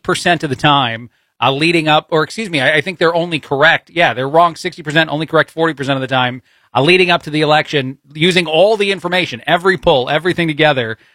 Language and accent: English; East Coast, United States; I had to turn around and yell at the guy and do my I'm from the East Coast too thing.